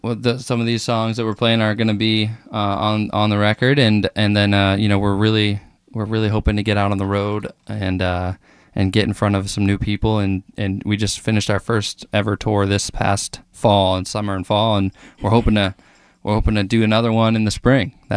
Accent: New England, United States; we're all from the New England area

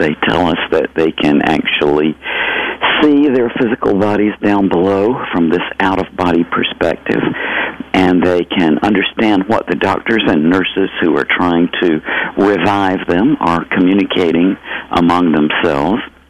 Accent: Georgia, United States; I did not come from a religious background. I'm from Georgia, and my dad was a surgeon and a professional military officer

